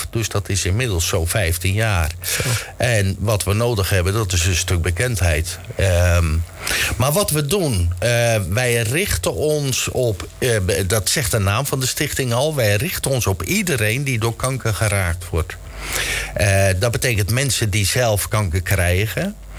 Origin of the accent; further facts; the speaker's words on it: Middelharnis, South Holland, Netherlands; Ik kom uit Middelharnis.